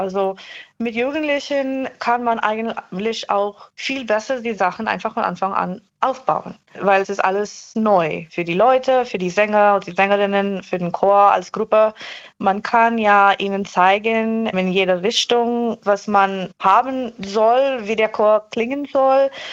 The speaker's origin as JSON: {"language": "German", "country": "India", "moved": "yes", "lives_now": "Ulm, Germany", "said": "Ich komme aus Indien selber"}